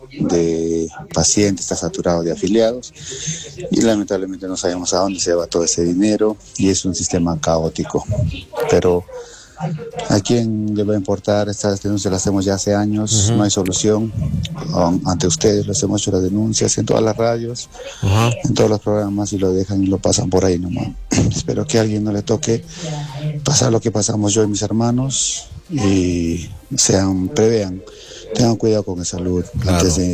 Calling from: Arequipa, Peru; de Alto Cerro Alegre, siempre fiel oyente a la radio.

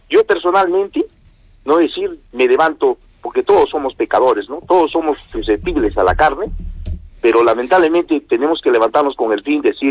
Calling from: Arequipa, Peru; como peruanos, como, ¿no?, que integramos esta sociedad peruana, sociedad arequipeña

